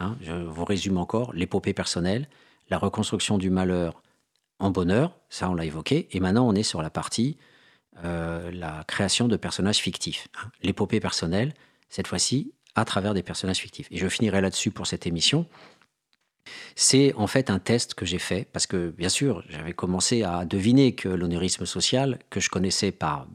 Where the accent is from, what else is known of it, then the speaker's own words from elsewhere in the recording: Mende, Occitanie, France; born there; Il voit que je suis né à Mende